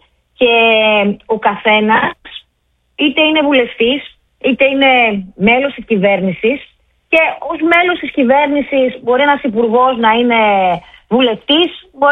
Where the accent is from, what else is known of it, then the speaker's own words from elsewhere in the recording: Grevena, Western Macedonia, Greece; στην περιοχή των Γρεβενών, για παράδειγμα, που είναι το χωριό μου